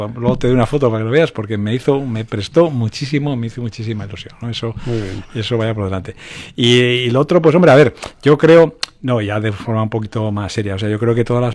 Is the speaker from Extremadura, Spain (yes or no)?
no; Asturias, Spain; moved away